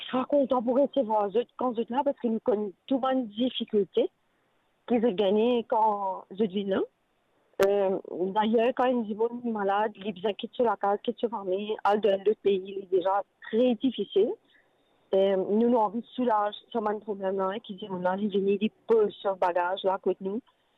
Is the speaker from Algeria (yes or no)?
no; Mauritius; j'étais en difficulté quand je suis de Maurice.